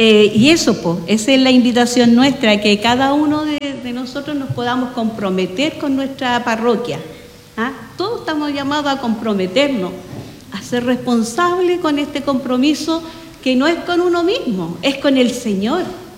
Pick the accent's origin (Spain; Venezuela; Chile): Chile; ¿ya? Mi lugar de donde vengo es de acá, de la comuna de Coihue.